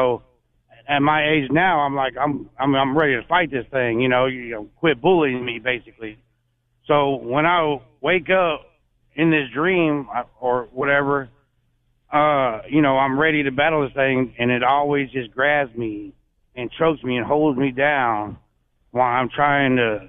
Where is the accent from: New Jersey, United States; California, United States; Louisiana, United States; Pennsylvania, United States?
Louisiana, United States; Alexandria; I'm from Alexandria, Louisiana